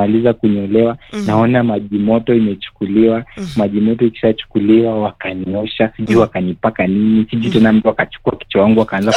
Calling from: Loitoktok, Kajiado County, Kenya; Niko Loitoktok.

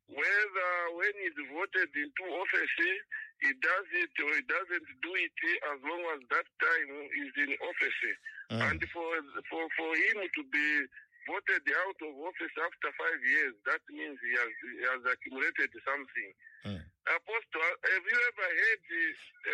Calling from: Ndola, Copperbelt, Zambia; calling from Ndola.

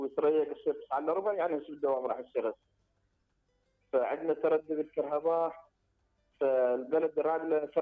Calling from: Iraq

